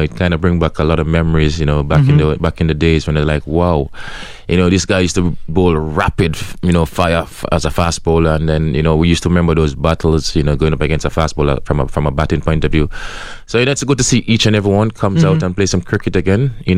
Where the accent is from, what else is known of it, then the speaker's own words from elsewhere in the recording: Jamaica; But being a Jamaican, you know, it's just part of my culture. We are very laid back.